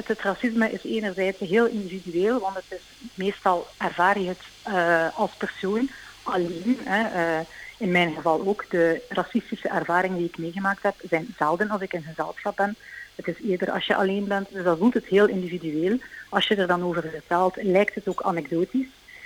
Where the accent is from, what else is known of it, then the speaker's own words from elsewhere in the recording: Belgium; born there; Ik ben Chinees, Indonesische, Belgische. Ik ben geboren in België. Mijn vader is afkomstig uit Indonesië, maar heeft Chinese roots. De hele familie is eigenlijk Chinees, maar al begin van de jaren 1900 eigenlijk naar Indonesië gemigreerd.